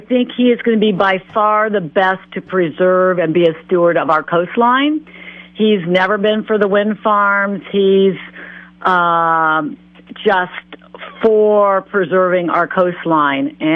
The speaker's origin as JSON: {"language": "English", "region": "California", "country": "United States", "said": "I knew of him because I was from the San Joaquin Valley, but no, I did not know him."}